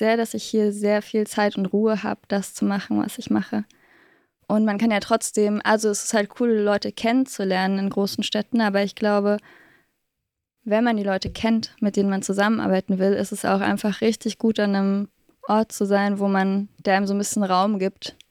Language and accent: German; Leipzig, Saxony, Germany; born there; Und ich wurde auch in Leipzig geboren, tatsächlich.